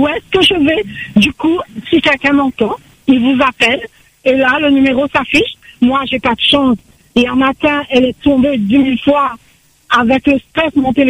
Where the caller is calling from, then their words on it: Saint-Leu, Réunion; J'habite à Saint-Leu.